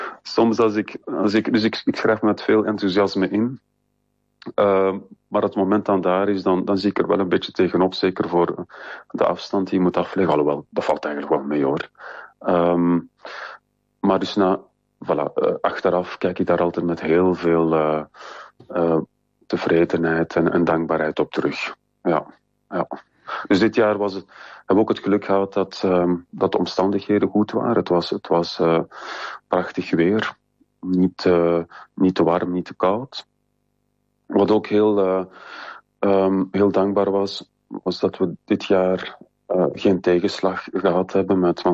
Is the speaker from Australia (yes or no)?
no; Belgium; ik weet van mezelf, ik als Belg